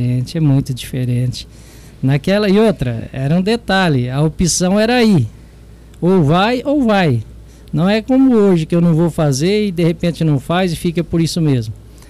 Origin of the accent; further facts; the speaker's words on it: Taiaçu, São Paulo, Brazil; also born or lived in Jaboticabal; now in Monte Alto, Brazil; Olha, na realidade, eu nasci em Jabuticabal, mas fui criado em Itaiaçu. Moramos durante vários anos, 7, 8 anos, na fazenda do Evaristo Balsanelli, lá em Itaiaçu, da família Balsanelli, né?